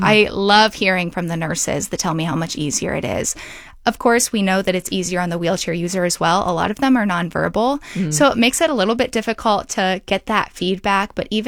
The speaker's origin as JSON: {"language": "English", "town": "Dayton", "region": "Ohio", "country": "United States", "tie": "born or raised there", "lives_now": "Columbus, United States", "said": "I grew up in Dayton, Ohio."}